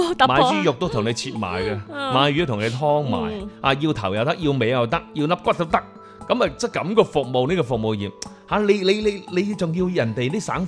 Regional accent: Guangdong, China; 我哋廣東人好低調噶嘛

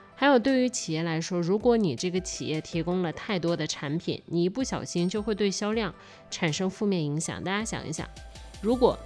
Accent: Kaifeng, Henan, China; moved away; 从新郑机场到我的老家开封还有1个小时的时间

